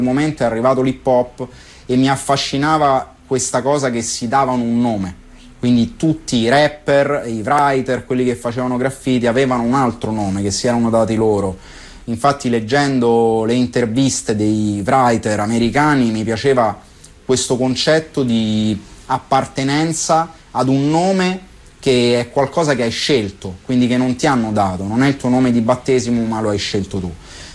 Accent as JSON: {"language": "Italian", "town": "Rome", "region": "Lazio", "country": "Italy", "tie": "born or raised there", "said": "Sono nato e cresciuto a Tor Pignattara, un quartiere di periferia, che in quel momento comunque era un quartiere anche un po' difficile."}